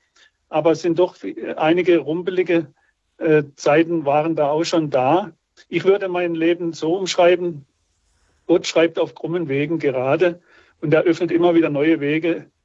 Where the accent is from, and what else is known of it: Freiburg, Baden-Württemberg, Germany